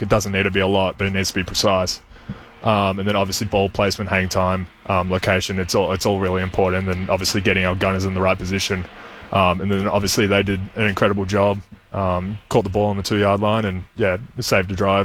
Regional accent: Australia; accent: Australian; now in Arizona, United States; I'm from Australia, we drive on that side of the road.

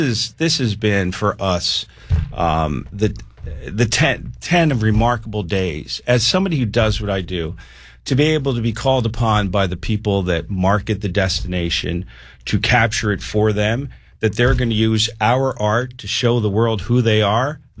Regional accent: United States; And I got to tell you, as an American, I'm pretty proud that the city that these folks are seeing is this one.

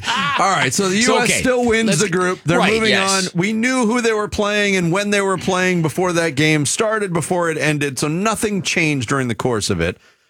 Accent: United States; What we're used to as American sports fans.

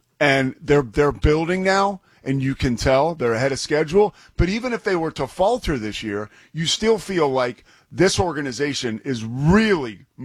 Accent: Philadelphia, Pennsylvania, United States; The Eagles are my favorite team because I'm from Philadelphia.

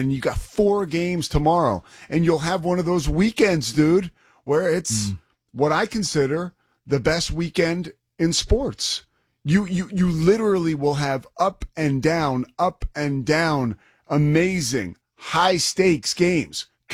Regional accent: Philadelphia, Pennsylvania, United States; now in Texas, United States; And, you know, I'm from Texas, right? Originally from Philadelphia, but I land back in Pennsylvania.

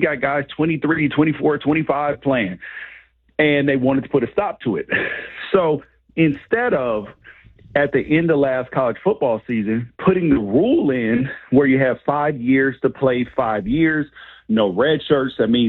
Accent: the South, United States; born there; I was born in the South, and I know how Southern people are

